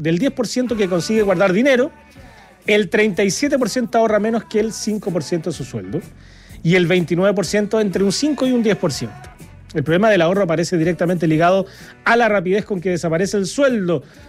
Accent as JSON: {"language": "Spanish", "town": "Retiro", "region": "Maule", "country": "Chile", "tie": "born or raised there", "said": "lindo pueblo, con linda gente, donde vive gente muy linda. Por ejemplo, mi familia. Oriundo, lo que somos oriundo de Retiro. Aguante, Retiro."}